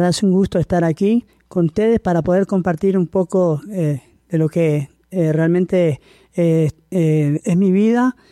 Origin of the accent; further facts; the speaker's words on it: Mercedes, Soriano, Uruguay; also born or lived in Montevideo, Uruguay; Prácticamente yo nací en Montevideo, un día 2 de febrero. Y luego me fui al interior, nos mudamos al interior. Estuve en la ciudad de Mercedes.